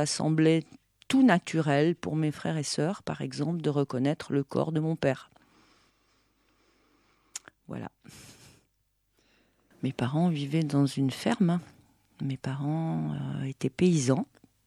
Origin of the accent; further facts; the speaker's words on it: Valais, Switzerland; born there; Je suis née en Suisse. Pour situer la région, c'est la région qui se situe, le côté suisse de la vallée d'Abondance.